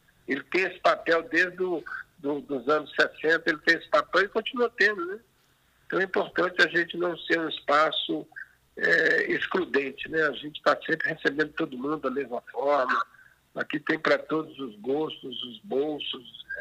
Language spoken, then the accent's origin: Portuguese; Minas Gerais, Brazil; E dá certo, né? Como um bom mineiro acaba dando certo.